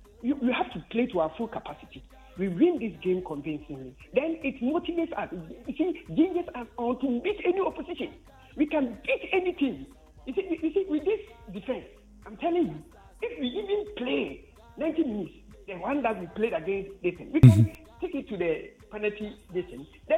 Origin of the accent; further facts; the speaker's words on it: Eastern Region, Ghana; from Akupong.